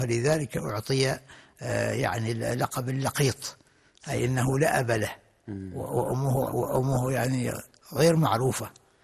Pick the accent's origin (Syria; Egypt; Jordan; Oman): Oman; حتى عندنا في عمان،